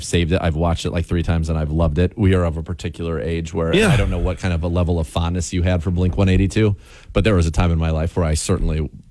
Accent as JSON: {"language": "English", "region": "California", "country": "United States", "tie": "born or raised there", "said": "He looks like exactly what so many people I grew up with in California look like."}